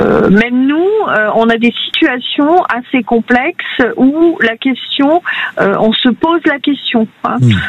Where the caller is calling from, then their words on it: Beauville, Nouvelle-Aquitaine, France; Alors moi, je suis infirmière libérale dans le Lot-et-Garonne.